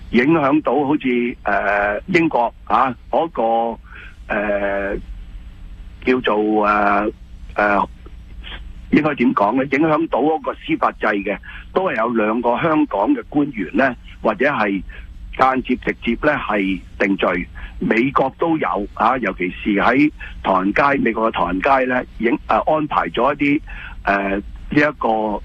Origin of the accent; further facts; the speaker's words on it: Canada; 我哋加拿大人咧